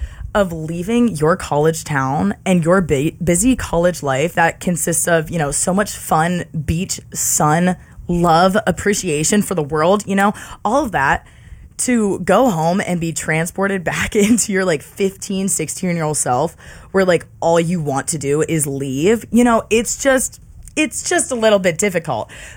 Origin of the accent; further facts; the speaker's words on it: Pittsburgh, Pennsylvania, United States; which I'm a girl from Pittsburgh, Pennsylvania, and, you know, we just had very different walks of life